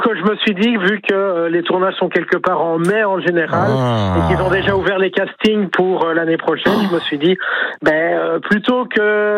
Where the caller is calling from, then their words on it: Couture-sur-Loire, Centre-Val de Loire, France; Ah moi, je suis de Couture-sur-Loire. Donc voilà, on est en pleine vallée de Ronsard, exactement.